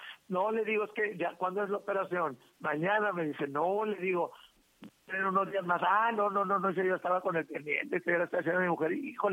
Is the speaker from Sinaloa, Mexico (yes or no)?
yes; Tehueco, Sinaloa, Mexico; Soy indio de Tehueco y me siento muy orgulloso de mis raíces.